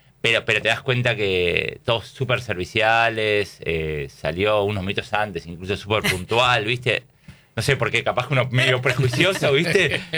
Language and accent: Spanish; Buenos Aires, Argentina; now in Perito Moreno, Argentina; De Buenos Aires, pero siempre mi corazón estuvo en la Patagonia.